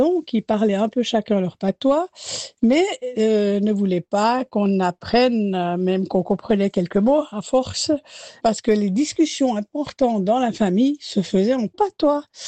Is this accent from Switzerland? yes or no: yes; Jura, Switzerland; now in Geneva, Switzerland; Alors moi, j'ai grandi dans le Jura, je suis née dans le Jura. Et puis, mes parents parlaient patois.